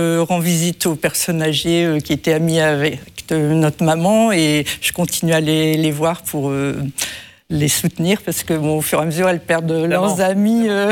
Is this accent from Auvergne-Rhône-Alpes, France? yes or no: no; Boulogne-sur-Mer, Hauts-de-France, France; now in Lille, France; Du nord, oui, de Lille et on est originaire donc de Boulogne-sur-Mer